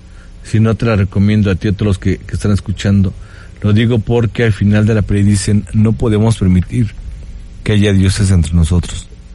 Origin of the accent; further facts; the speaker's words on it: Puebla, Mexico; de aquí de Puebla, México. Desde aquí de Puebla, México, ahorita estamos transmitiendo completamente en vivo